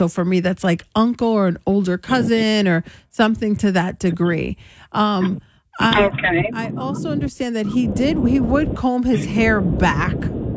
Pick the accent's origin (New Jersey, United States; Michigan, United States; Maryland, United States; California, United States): New Jersey, United States; Elizabeth; I grew up in Elizabeth, New Jersey, and there was a place called the Berg where all the old Italian men would be